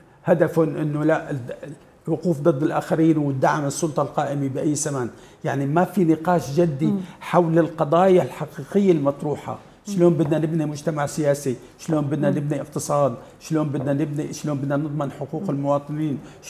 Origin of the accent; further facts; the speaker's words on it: Syria; نحن ما لنا كسوريين